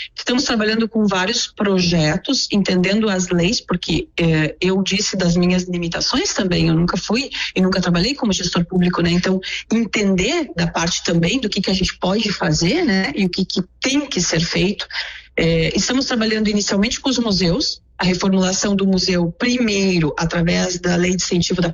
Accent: Faxinal do Soturno, Rio Grande do Sul, Brazil; also born or lived in Italy; então para mim Faxinal do Soturno é a minha casa, né? Poder voltar para a minha cidade, a cidade onde eu cresci, e trazendo uma bagagem e uma experiência de 20 anos de Itália

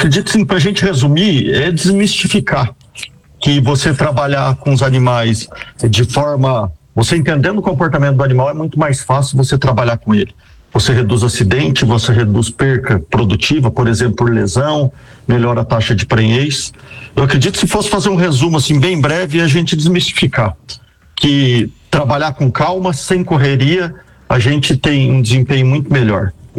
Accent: São Joaquim, Santa Catarina, Brazil; moved away; also born or lived in Mato Grosso / Paraná; sou natural de São Joaquim.

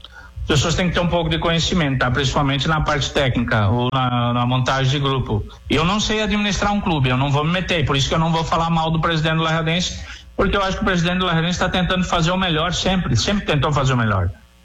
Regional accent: Lajeado, Rio Grande do Sul, Brazil; é o clube da minha cidade, é o clube onde eu moro, é o clube onde eu me criei.

